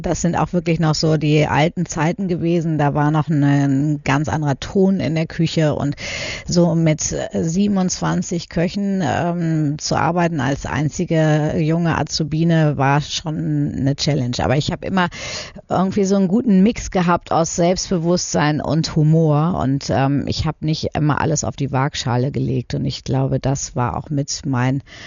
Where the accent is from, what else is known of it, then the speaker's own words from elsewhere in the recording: Paderborn, North Rhine-Westphalia, Germany; born there; ich bin in Paderborn zur Schule gegangen